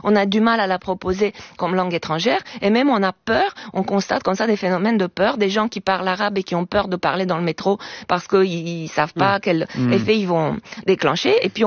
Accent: Romania; French is a second language; now in France; ça fait 30 ans que je suis en France, et donc mon accent n'est pas roumain.

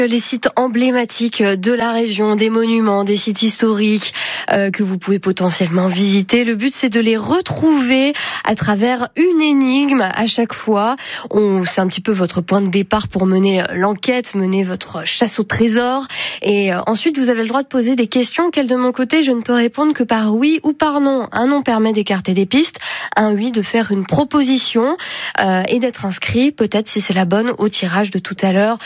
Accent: Grand Est, France; Oh, ben, je suis de Moselle aussi.

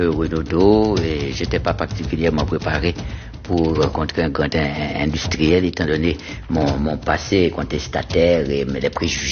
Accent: Jacmel, Sud-Est, Haiti; dans ma ville natale

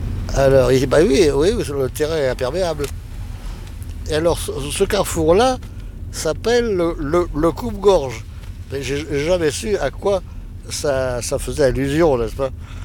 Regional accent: Blargies, Hauts-de-France, France; born there; also born or lived in Paris; la ferme du Valabonnet, où j'ai vécu

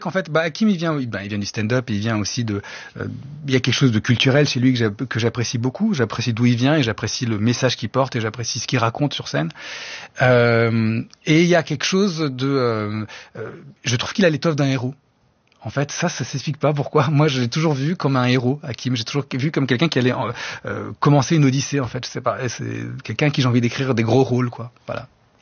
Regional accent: Lebanon; Moi, je suis grec du Liban et les rares fois où j'étais au Liban, je fais beaucoup plus en Grèce.

